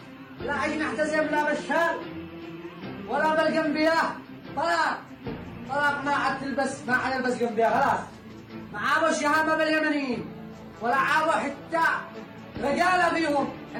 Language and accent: Arabic; Yemen; ولا أدخلوا لنا أي ميزة بأن نحن يمنيين.